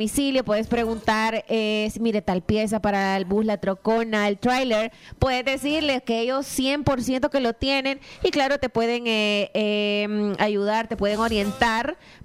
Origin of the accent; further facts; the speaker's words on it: El Salvador; soy salvadoreña